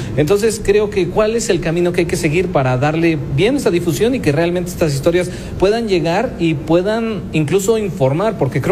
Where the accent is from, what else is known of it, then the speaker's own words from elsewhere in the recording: Mexico; muchas cosas que como mexicanos nos debemos de sentir identificados, como mexicanos de a pie, ¿no?